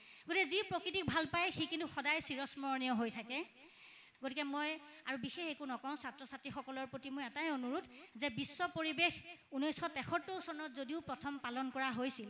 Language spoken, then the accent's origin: Assamese; Assam, India; মই এগৰাকী অসমীয়া মহিলা, গতিকে মই এটা কথা সদায় ভাবোঁ যে মই যদি মোৰ চাদৰ মেখেলা সাজযোৰ মই যদি নিপিন্ধো, তেতিয়াহ'লে বেলেগে বাৰু কোনে পিন্ধিব?